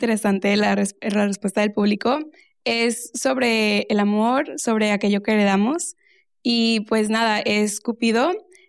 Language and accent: Spanish; Mexico; yo como mexicana, ¿qué aporto con mi lenguaje, con mi conocimiento, con mis símbolos, con mis rituales, etcétera?